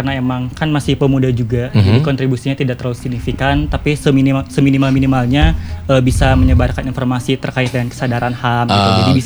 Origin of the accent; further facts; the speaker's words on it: Bandung, West Java, Indonesia; moved away as an adult; Asli. Kircon.